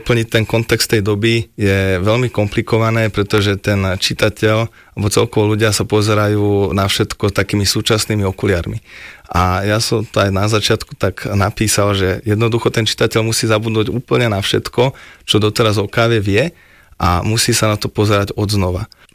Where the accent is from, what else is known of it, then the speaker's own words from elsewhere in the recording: Bzince pod Javorinou, Trenčín Region, Slovakia; Ja pochádzam od Nového Mesta nad Váhom, z takej spisovateľskej dedinky Bzince pod Javorinou.